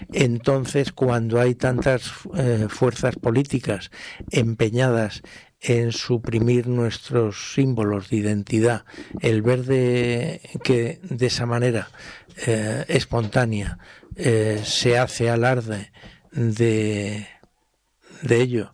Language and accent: Spanish; Spain; somos españoles